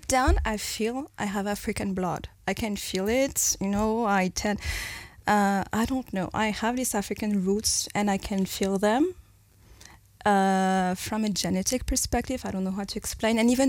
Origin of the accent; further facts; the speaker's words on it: France; now in Luxembourg; being raised in France, I love the French culture.